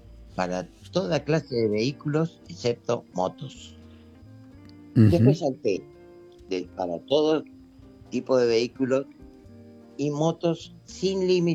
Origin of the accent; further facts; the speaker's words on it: Quilmes, Buenos Aires Province, Argentina; mirá, yo soy de acá de Quilmes, decime dónde hago esto.